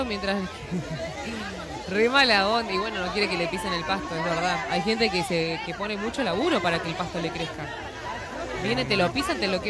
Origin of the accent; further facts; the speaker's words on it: Argentina; el que nos llevó a tener nuestra tercera copa como argentinos